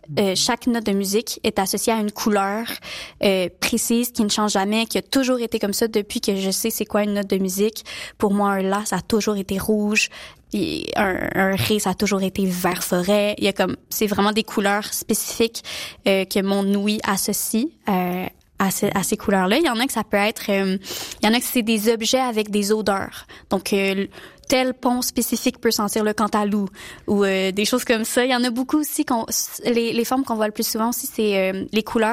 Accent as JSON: {"language": "French", "town": "Montreal", "region": "Quebec", "country": "Canada", "said": "je viens de Montréal."}